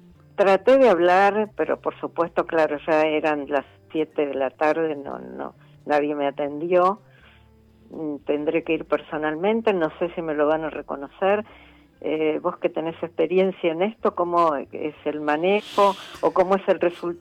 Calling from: Buenos Aires, Argentina; Soy de Belgrano, soy una señora de 81 años, vivo en un departamento chico

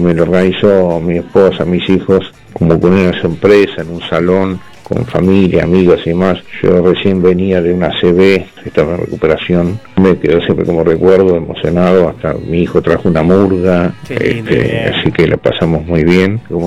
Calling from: Buenos Aires, Argentina; de Villa del Parque.

